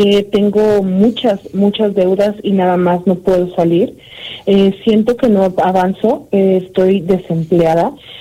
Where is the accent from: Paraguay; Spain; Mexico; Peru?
Mexico